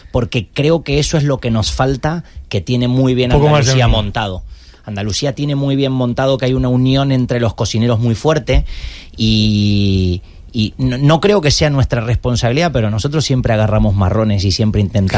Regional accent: Mendoza, Argentina; now in Valencia, Spain; Sí, Valencia es muy parecido. Yo soy de Mendoza, Carito es de Córdoba.

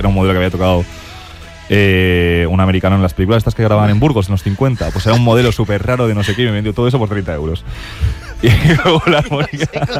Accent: Poland; Porque yo soy polaco, mi padre es polaco

